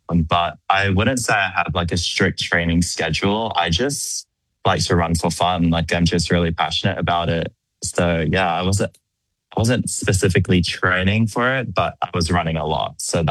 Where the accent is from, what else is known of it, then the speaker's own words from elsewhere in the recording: Cook Islands; moved away as an adult; now in Australia; I'm from the Cook Islands. I grew up there and I left when I turned 18. I'm currently living in Australia.